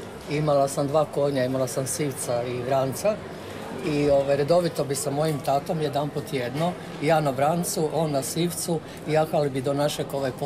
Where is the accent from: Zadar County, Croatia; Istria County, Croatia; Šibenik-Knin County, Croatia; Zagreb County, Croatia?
Zagreb County, Croatia; Buševec; O, predivno, to je puno, puno dalje od mog mjesta. Ja sam naime iz Buševca.